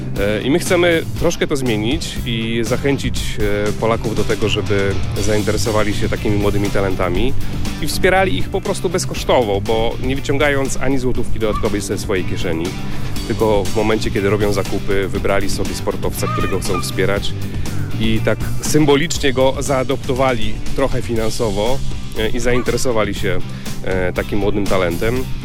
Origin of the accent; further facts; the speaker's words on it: Gorzów Wielkopolski, Lubusz Voivodeship, Poland; Tak, ja jestem z Gorzowa.